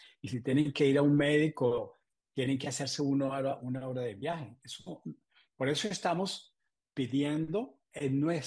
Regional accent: Colombia; born there; Yo nací en Colombia

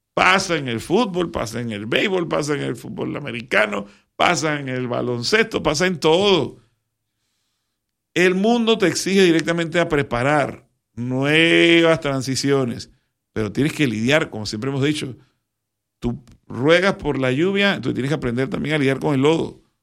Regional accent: Panama; ¿qué estaríamos nosotros como panameños, todos los panameños

